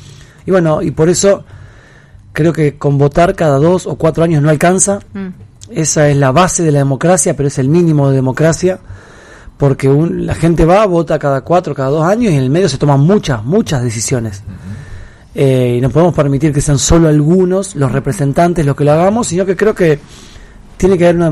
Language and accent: Spanish; Santa Fe, Argentina